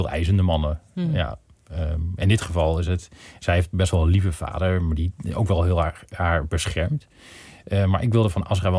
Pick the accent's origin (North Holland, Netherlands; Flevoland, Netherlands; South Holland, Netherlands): Flevoland, Netherlands; Het heette … Het ging over de Flevopolder, waar ik ben opgegroeid.